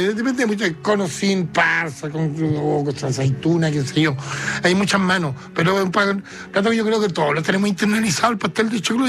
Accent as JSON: {"language": "Spanish", "country": "Chile", "said": "Es que yo soy bien chileno, a mí me gustan los porotos con rendas."}